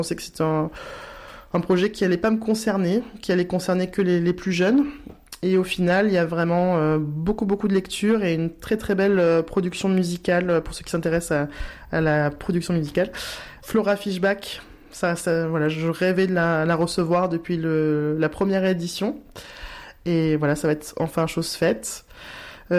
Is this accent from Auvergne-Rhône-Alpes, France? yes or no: no; Saintes, Nouvelle-Aquitaine, France; je suis originaire de Saintes, j'habite ici, donc c'est vrai que j'ai envie de leur faire découvrir tout notre patrimoine.